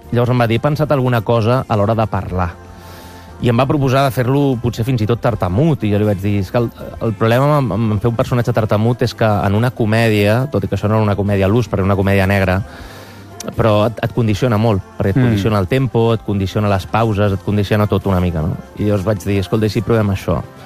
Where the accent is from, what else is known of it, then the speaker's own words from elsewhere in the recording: Manresa, Catalonia, Spain; He treballat molt a Manresa, en el món de l'hostaleria, que jo sóc de Manresa.